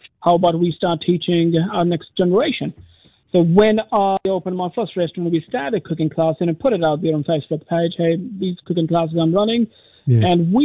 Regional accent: India; moved away as an adult; now in Arua, New Zealand; Because I come from India, you know, where food is very important to us. And when I came to New Zealand and did a bit of research, you know, how Kiwis eat.

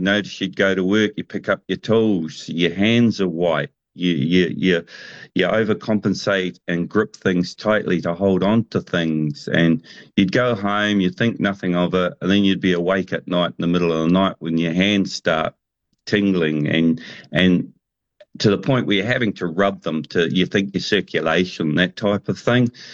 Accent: Gisborne, New Zealand; I grew up on the East Coast in Gisborne

